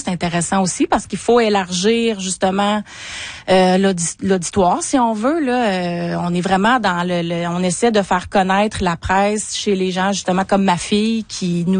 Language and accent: French; Quebec, Canada; moi, je viens de la Côte-Nord.